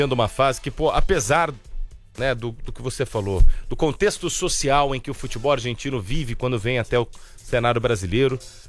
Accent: Brazil; nós também somos um povo racista como brasileiros

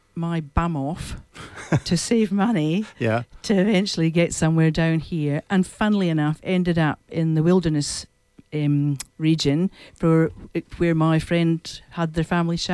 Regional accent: Scotland, United Kingdom; moved away as an adult; now in Margaret River, Australia; I grew up in the country. I wasn't a city girl at all Scotland.

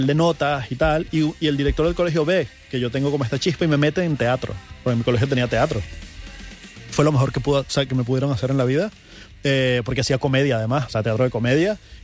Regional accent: Barquisimeto, Lara, Venezuela; also born or lived in Caracas; Claro, porque yo entré en un colegio en cuarto grado, porque me fui de Caracas a Barquisimeto. Llegué a un colegio donde todo el mundo ya se conocía, yo era el extraño.

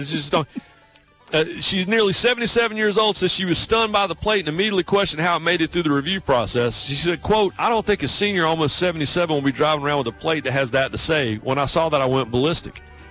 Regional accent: the Carolinas, United States; now in Charlotte, United States; But back then, growing up in the Carolinas, you couldn't find another Red Sox fan.

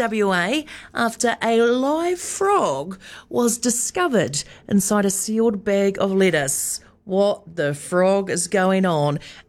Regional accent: New Zealand; also born or lived in Australia; I moved back from Australia.

